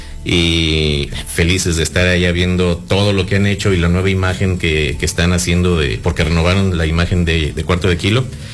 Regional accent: Aguascalientes, Mexico; yo buscando inversión y traer inversión para Aguascalientes, de donde soy originario, pues salió la opción.

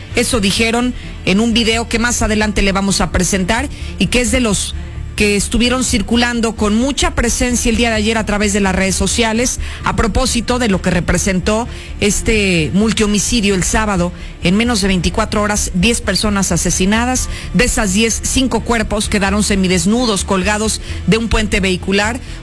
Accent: Mexico; los más lastimados somos los mexicanos

